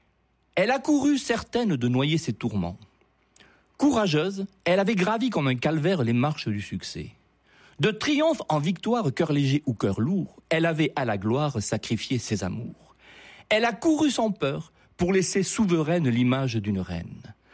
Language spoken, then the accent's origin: French; France